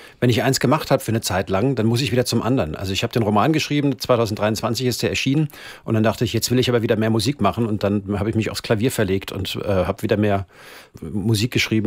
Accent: Frankfurt, Hesse, Germany; accent: Frankfurt dialect; meine Eltern sind beide in Frankfurt aufgewachsen, aber beide keine gebürtigen Frankfurter. Aber wir haben ihn gekonnt, unsere Lehrer haben so gesprochen, wir haben es auf der Straße gehört und so.

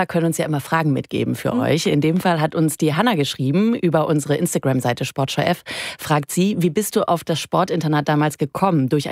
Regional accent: Lemgo, North Rhine-Westphalia, Germany; born there; Ich komme ja aus einer absoluten Handballhochburg. Ich komme aus Lemgo.

